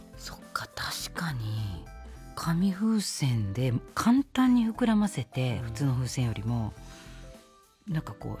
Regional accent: Osaka, Japan; 私やったら大阪やねんけど

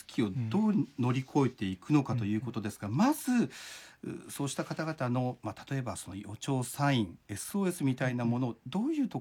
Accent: Yatsushiro, Kumamoto, Japan; 私八代市の出身で

